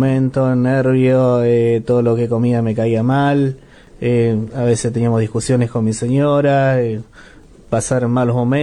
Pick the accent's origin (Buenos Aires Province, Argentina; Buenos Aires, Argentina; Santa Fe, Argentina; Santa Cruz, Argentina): Santa Fe, Argentina; Ceres; Bueno, yo vengo de Ceres, aparte me enteré por la radio, así, bueno.